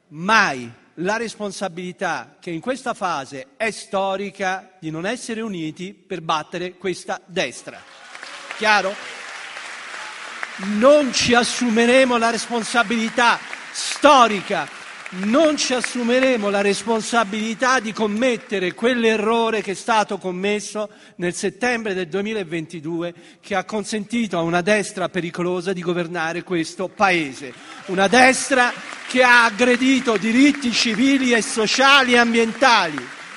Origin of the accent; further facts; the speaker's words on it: Rome, Lazio, Italy; vengo da Casal Bernocchi, quartiere popolare non molto lontano da qua